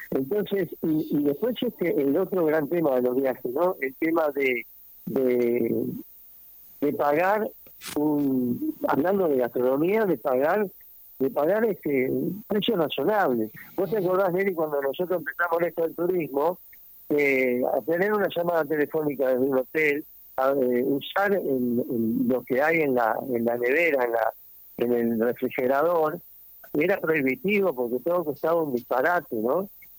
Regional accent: Uruguay; ¿usted es uruguayo? Sí, le digo.

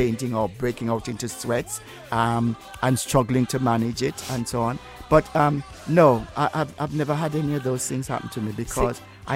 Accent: Jamaica; when I was growing up in Jamaica, we had something called fried dumpling

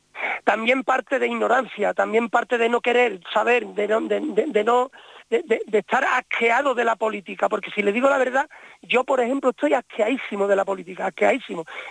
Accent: Seville, Andalusia, Spain; also born or lived in Ibiza; Mira, yo me he criado en Sevilla, pero nací en Ibiza.

